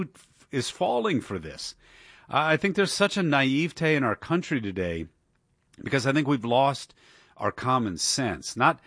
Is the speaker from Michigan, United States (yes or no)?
yes; Michigan, United States; now in Washington, D.C., United States; I grew up in Michigan